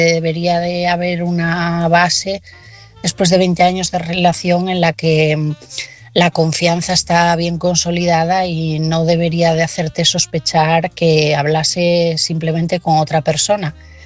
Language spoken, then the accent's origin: Spanish; Asturias, Spain; de Asturias y mi mensaje esta noche es para Loli.